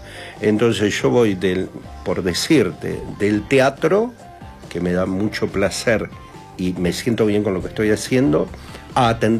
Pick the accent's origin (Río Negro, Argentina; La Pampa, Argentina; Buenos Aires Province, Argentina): La Pampa, Argentina; Quemú Quemú; born there; nací en Quemú Quemú, uh-huh, mis abuelos vivían en Huelén, que es un paraje a 5 kilómetros